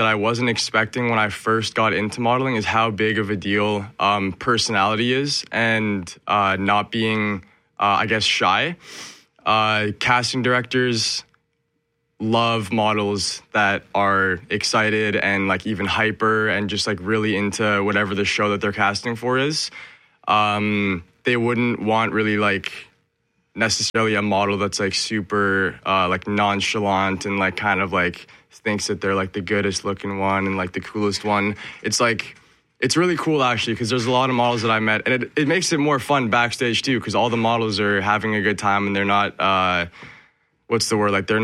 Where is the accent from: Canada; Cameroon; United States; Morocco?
Canada; Winnipeg, Manitoba; moved away as an adult; coming from Winnipeg, yeah, like, on my mom's side, I'm Filipino and Slovenian. And then on my dad's side, white, British Canadian, I guess.